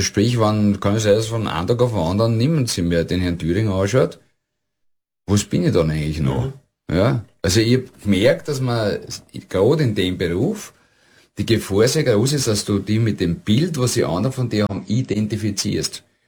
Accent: Vienna, Austria; Ich bin in Favoriten aufgewachsen, habe Maschinenbau gelernt, bin Motorrad gefahren

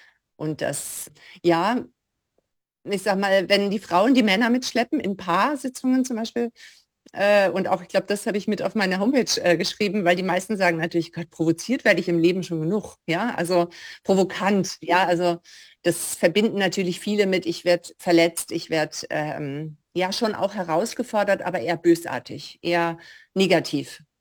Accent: Germany; moved away as an adult; now in Graz, Austria; Hamburg tatsächlich, also meiner, annähernd meiner Heimat. Also ich komme aus der Nähe und bin aber mit 50 Jahren vorrangig nach Graz gezogen, der Liebe wegen.

